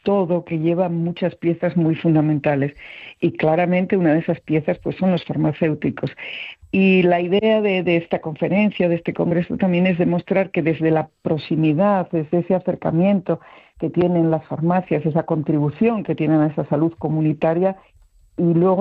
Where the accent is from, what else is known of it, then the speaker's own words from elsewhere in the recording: Asturias, Spain; Siendo asturiana y hablando con amigos asturianos, pues digo, mira, esto va a ser la reconquista de la OMS, ¿no?